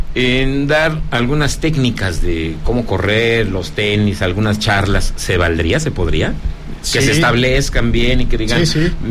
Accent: Zacatecas, Mexico; Muchas gracias, mi querido Rodrigo Chávez, jefe de fotografía de mi tierra, Zacatecas.

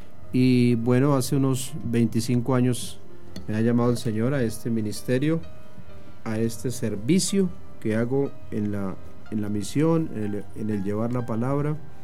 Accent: Colombia; Yo soy colombiano, esposo.

